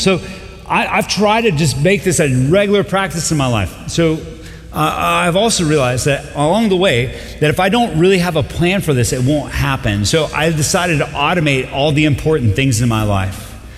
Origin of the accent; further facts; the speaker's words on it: Colombia; moved away; Growing up in Colombia, that's kind of a real thing.